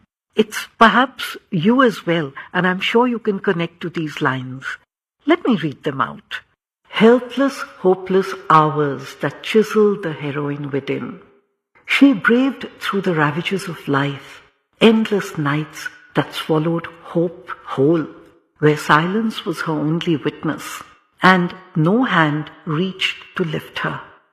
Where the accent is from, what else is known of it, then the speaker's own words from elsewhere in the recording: Delhi, India; I was born and brought up in Delhi. And I came to All India Radio when I was just 13.